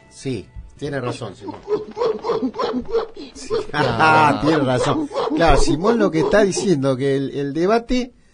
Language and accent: Spanish; Argentina; orgulloso como argentino